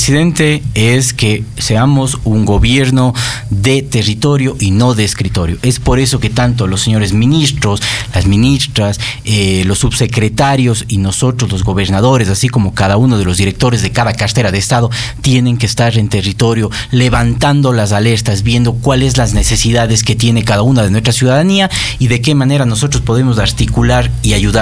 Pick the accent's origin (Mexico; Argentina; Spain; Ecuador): Ecuador; Cañar; La provincia del Cañar es una provincia de triunfadores, somos gente que lucha, somos gente que más allá de cualquier tropiezo que tengamos, seguimos saliendo adelante.